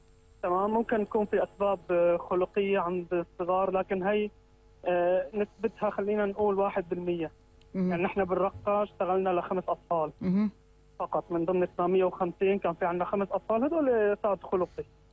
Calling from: Raqqa, Raqqa Governorate, Syria; أنا حاليا حاكيك من الرقة من المشفى الوطني

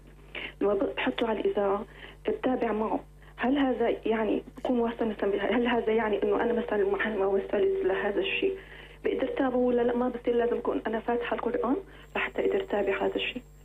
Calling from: Homs, Homs Governorate, Syria

